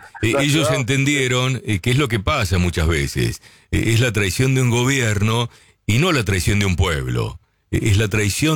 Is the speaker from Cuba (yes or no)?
no; Argentina